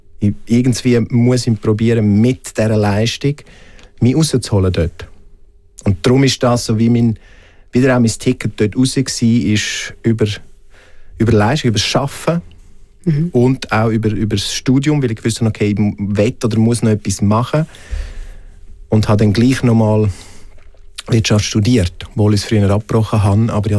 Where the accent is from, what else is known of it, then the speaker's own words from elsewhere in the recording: Graubünden, Switzerland; moved away; als ich dann weg bin aus dem Engadin, als ich auf Zürich bin.